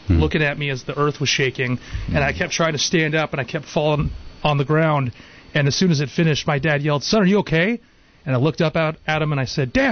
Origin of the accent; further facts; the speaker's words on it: Watsonville, California, United States; moved away as an adult; also born or lived in Santa Cruz; I lived in Watsonville from 1988 when I moved there from Santa Cruz at 2 years old, and I was raised there. Mm-hmm. I lived there until I graduated high school in 2004.